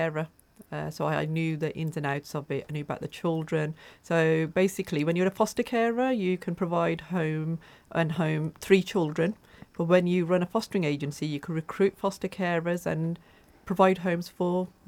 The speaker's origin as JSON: {"language": "English", "town": "West Bromwich", "region": "West Midlands", "country": "United Kingdom", "tie": "born or raised there", "said": "So growing up, I grew up in the Black Country in West Bromwich."}